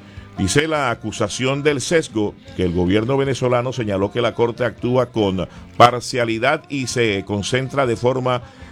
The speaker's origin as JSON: {"language": "Spanish", "country": "Colombia", "said": "716 aquí en mi país, Colombia."}